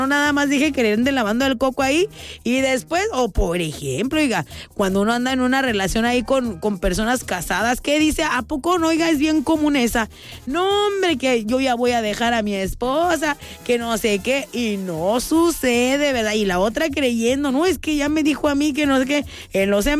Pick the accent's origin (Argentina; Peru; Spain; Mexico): Mexico; como buen mexicano que somos